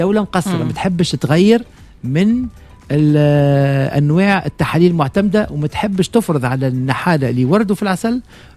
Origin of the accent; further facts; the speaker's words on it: Tunisia; كل الاعسال اللي عندنا في تونس كلها تجمد